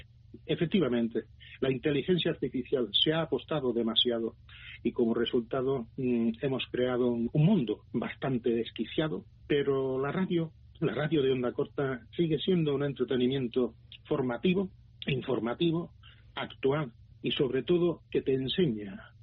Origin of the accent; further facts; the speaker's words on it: Tarragona, Catalonia, Spain; Digo, pues no, soy español. ¿Y de dónde viene? Pues mire, vengo de Tarragona, allí al lado de Barcelona.